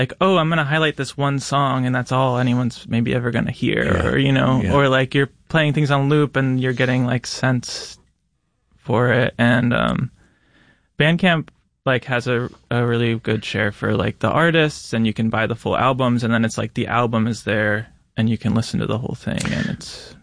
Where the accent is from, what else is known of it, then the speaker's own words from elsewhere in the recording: New Jersey, United States; now in Rochester, United States; I'm from New Jersey originally.